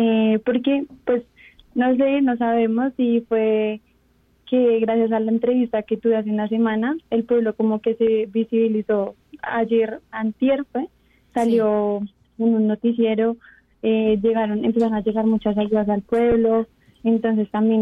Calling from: Bogotá, Colombia; ya me encuentro en Bogotá, llegamos el martes en la noche

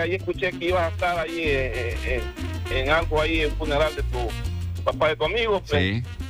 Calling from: El Triunfo, Usulután, El Salvador; yo vengo de Oriente, soy de la ciudad del Triunfo.

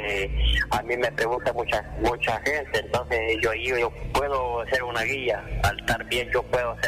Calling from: Morazán, El Salvador; De aquí, de Morazán.

